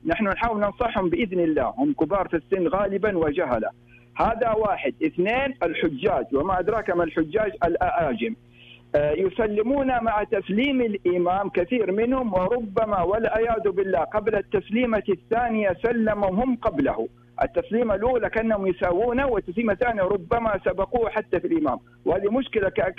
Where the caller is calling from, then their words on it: Mecca, Makkah Province, Saudi Arabia; نحن في مكة المكرمة